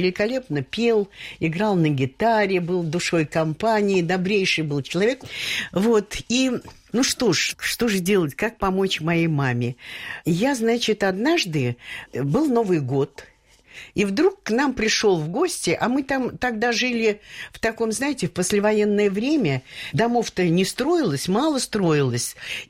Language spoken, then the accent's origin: Russian; Moscow, Russia; Потому что я росла в лесу, во Внуково.